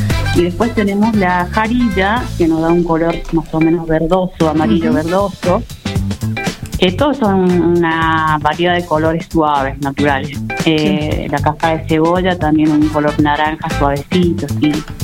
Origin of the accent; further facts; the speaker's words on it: Laguna Blanca, Catamarca, Argentina; moved away as an adult; Laguna Blanca pertenece a Belén. Bueno, yo nací y me crié aquí en Laguna Blanca hasta que tuve 18 años, 20, me vine acá a la ciudad